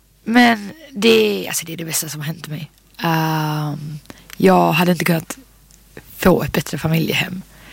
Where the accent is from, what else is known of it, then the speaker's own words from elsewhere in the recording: Landskrona, Skåne, Sweden; also born or lived in Marieholm / Malmö; Jag är uppvuxen där, men från början är jag född i Marieholm. Men sen har jag ett familjehem i Landskrona. När jag var väldigt liten.